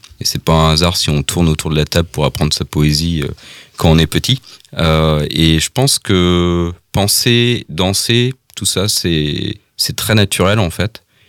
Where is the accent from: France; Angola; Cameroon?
France; Brittany; moi je suis d'origine du Pays de Redon, même si en ce moment je vis dans le Trégor, donc ils finissent par m'avoir.